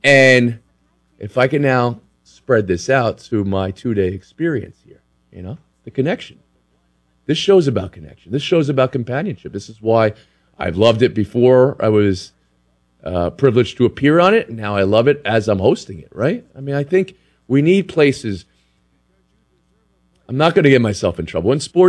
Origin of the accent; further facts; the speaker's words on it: New Jersey, United States; a player I grew up with in Jersey.